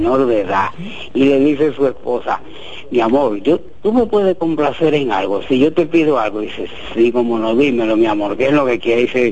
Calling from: Jarabacoa, La Vega, Dominican Republic; de Jarabacoa, un oyente del plato del día.

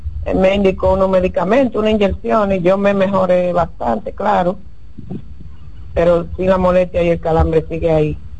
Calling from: San Cristóbal, Dominican Republic; Yo soy de San Cristóbal, pero yo estoy en La Nuñe ahora mismo. Trabajo aquí en La Nuñe de Cáceres.

